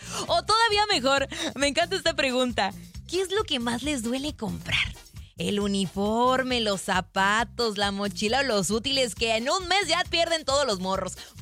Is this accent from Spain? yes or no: no; Mexico; Porque como buen mexicano